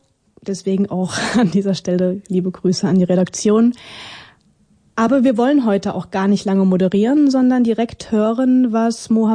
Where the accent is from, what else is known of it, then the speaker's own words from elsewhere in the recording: Germany; Wir sind in Deutschland mit dem Bild aufgewachsen, dass die Polizei uns Sicherheit bietet und ja, eben die Guten sind.